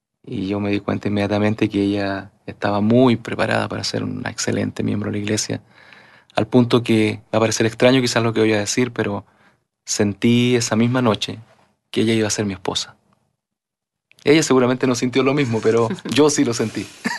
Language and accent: Spanish; Ovalle, Coquimbo, Chile; born there; nosotros somos chilenos, como usted dijo. Yo nací en una ciudad pequeña al norte de la capital, que se llama Ovalle, a unos 400 kilómetros al norte de Santiago.